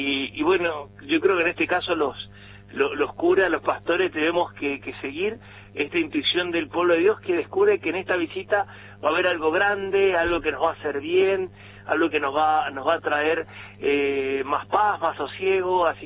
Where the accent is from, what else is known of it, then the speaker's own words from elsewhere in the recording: San Juan, Argentina; mi San Juan, de mi gente, de mis procesiones, de lo que vive mi pueblo en cuanto a fe, de novenas, de familia